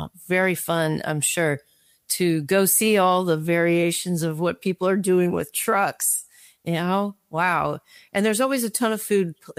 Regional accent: Manhattan Beach, California, United States; from my hometown area at Manhattan Beach

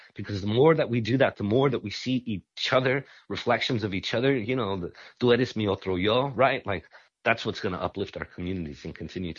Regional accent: San Antonio, Texas, United States; I grew up in San Antonio

